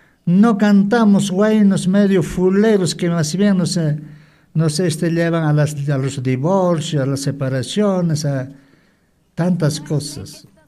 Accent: Peru; pues yo también soy peruano

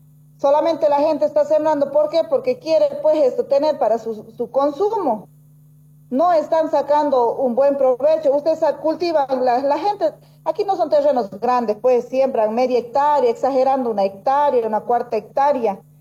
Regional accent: Tarija, Bolivia; somos mujeres chapacas bolivianas

